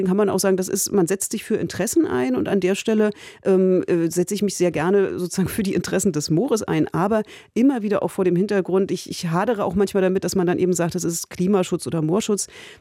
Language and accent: German; Berlin, Germany; Ich komme ursprünglich aus Berlin.